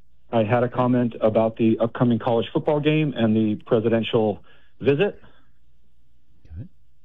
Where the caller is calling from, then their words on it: San Diego, California, United States; here in San Diego. Long-time listener.